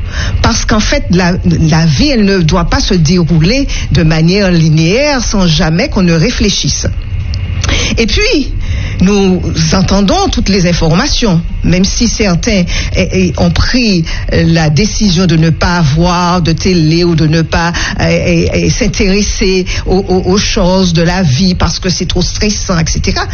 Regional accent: France; Notre monde, c'est notre monde national, puisque nous sommes français.

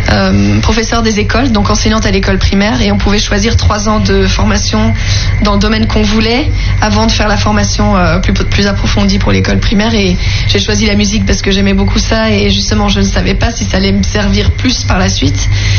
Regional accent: France; moved away as an adult; now in Geneva, Switzerland; moi j'habite à Genève en Suisse et j'habite tout proche de la France, j'ai grandi en France

